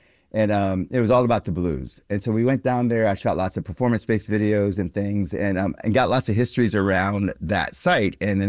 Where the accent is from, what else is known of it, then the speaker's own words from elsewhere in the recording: South Carolina, United States; Yeah, I did. I grew up in South Carolina